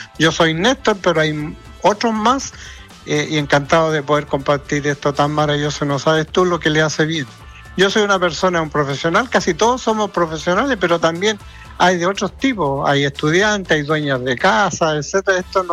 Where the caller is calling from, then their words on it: Valparaíso, Chile; Así somos los porteños.